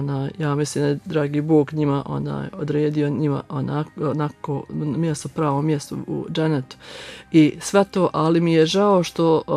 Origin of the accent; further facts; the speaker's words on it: Vitkovići, Federation of Bosnia and Herzegovina, Bosnia & Herzegovina; ja sam iz Vitkovića